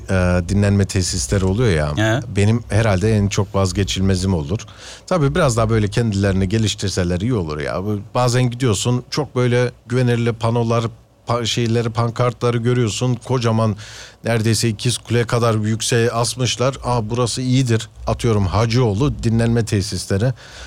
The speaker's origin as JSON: {"language": "Turkish", "region": "Kayseri", "country": "Turkey", "tie": "born or raised there", "moved": "yes", "said": "Bursa'dan Uşak'a geçtik, Uşak'tan ise Antalya'ya. Sonrasında ana yurdum memleketimiz Kayseri."}